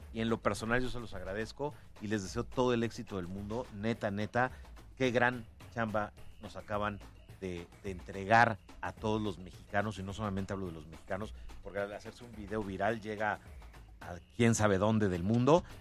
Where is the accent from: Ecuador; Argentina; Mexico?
Mexico; Puebla; A mí me pasó muchísimas veces, me sigue pasando seguramente, de que en vez de echarnos la mano como poblanos, pareciera como los cangrejos gringos